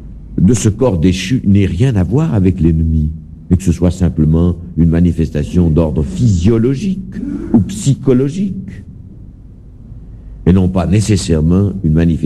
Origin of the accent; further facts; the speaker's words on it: Grandson, Vaud, Switzerland; Quand j'étais enfant, je suis natif de Grandson.